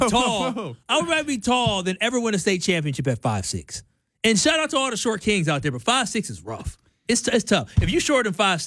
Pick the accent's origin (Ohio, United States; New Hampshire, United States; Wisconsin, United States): Wisconsin, United States; Milwaukee; I grew up in Milwaukee, but I went to school in Whitefish Bay.